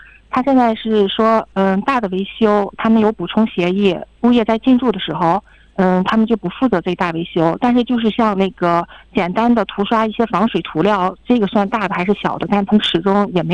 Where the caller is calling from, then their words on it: Baotou, Inner Mongolia, China; 我是包头市的。